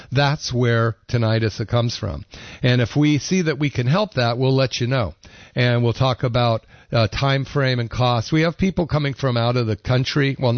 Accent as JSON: {"language": "English", "town": "Berkeley", "region": "California", "country": "United States", "tie": "born or raised there", "said": "I would listen to all of the rock and roll from the 70s when I grew up in Berkeley"}